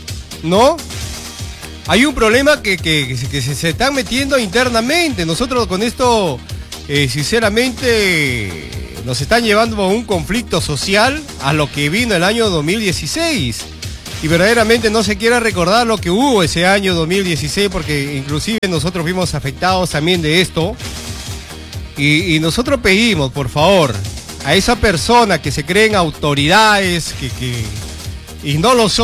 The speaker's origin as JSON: {"language": "Spanish", "town": "Quiruvilca", "region": "La Libertad", "country": "Peru", "said": "somos de Quiruvilca, nos debemos a Quiruvilca y tenemos que estar con nuestro pueblo de Quiruvilca."}